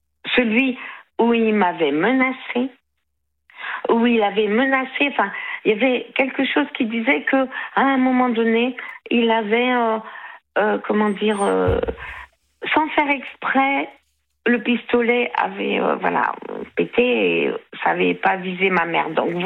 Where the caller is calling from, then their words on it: Brittany, France; je vis en Bretagne